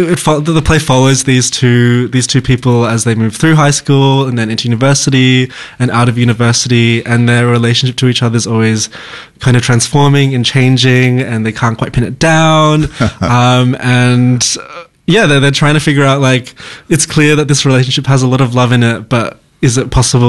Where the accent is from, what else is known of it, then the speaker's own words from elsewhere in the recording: Australia; I'm Chinese Australian.